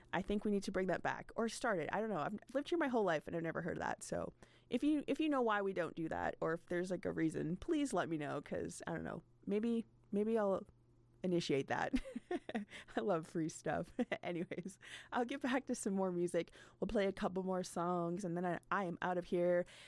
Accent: Prince George, British Columbia, Canada; like I born and raised in Prince George

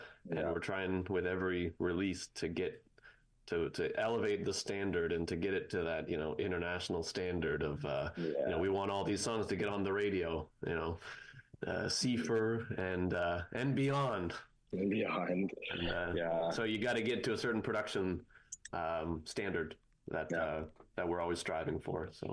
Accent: Nova Scotia, Canada; I'm from Nova Scotia.

